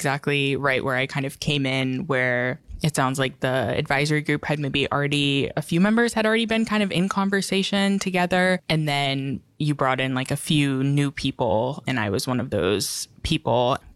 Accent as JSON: {"language": "English", "town": "Sitka", "region": "Alaska", "country": "United States", "tie": "born there", "said": "I am 25 years old here in Sitka, which is where I was born and where I live now."}